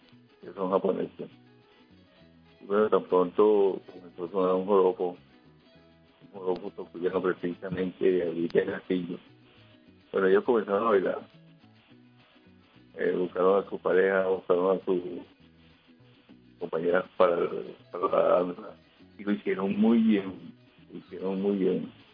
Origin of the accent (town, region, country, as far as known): Venezuela